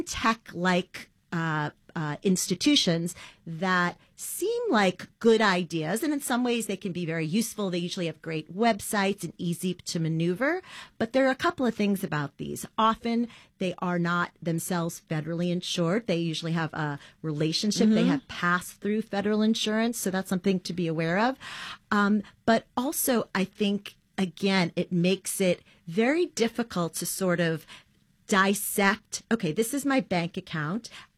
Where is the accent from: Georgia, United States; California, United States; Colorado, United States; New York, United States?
New York, United States; New York City; I've been to about 35 New York City high schools, a lot of them in Queens, my hometown.